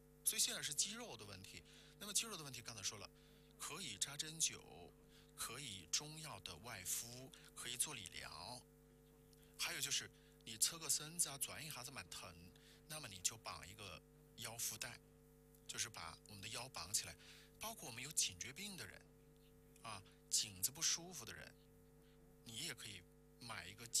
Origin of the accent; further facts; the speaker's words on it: China; 我们中国人是中国人，我们不是欧美人，我们不是他那的体质，我们就是亚洲人，我们就是中国人的体质